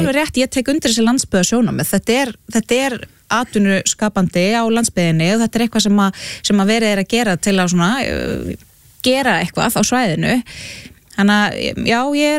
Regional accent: Flúðir, Southern Region, Iceland; ég nú alveg upp á Flúðum til dæmis og það var, svona í minni æsku, það var í raun og veru ekkert þangað að sækja.

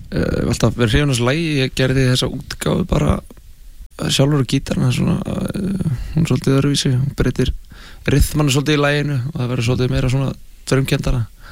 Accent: Mosfellsbær, Capital Region, Iceland; Við erum einmitt allir úr Mosfellsbænum.

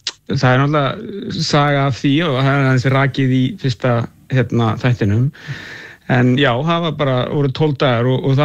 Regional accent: Capital Region, Iceland; Þannig að ég nefnilega ólst upp í Fossói, þannig að það var ekki það langt frá mér

